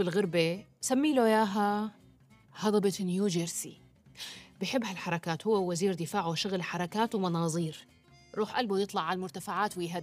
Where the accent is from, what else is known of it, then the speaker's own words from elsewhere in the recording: Syria; بس اللي بيهمنا كسوريين